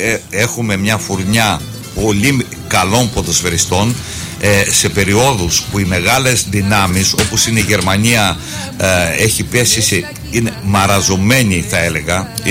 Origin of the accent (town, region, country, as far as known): Greece